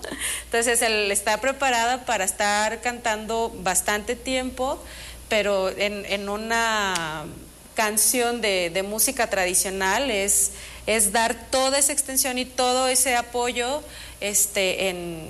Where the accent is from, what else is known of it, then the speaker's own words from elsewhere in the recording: Sinaloa, Mexico; born there; Yo nací en Sinaloa, pero ya soy muy, muy michoacana.